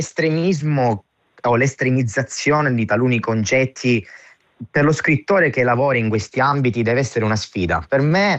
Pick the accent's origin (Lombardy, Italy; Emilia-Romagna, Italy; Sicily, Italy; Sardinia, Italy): Sicily, Italy; Io sono siciliano